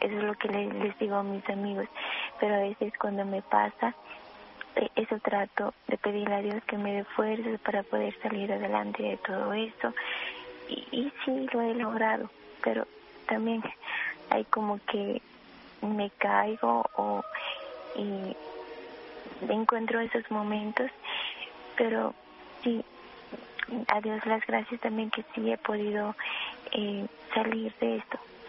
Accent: Santiago Atitlán, Sololá, Guatemala; Y también pido por mi pueblo de Santiago Tistelán, por mi ciudad de Guatemala y por el mundo entero también.

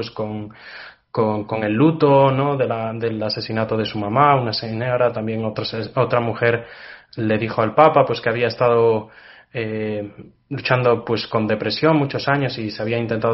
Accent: Galicia, Spain; Yo soy originario de Galicia, el noroeste de Esp

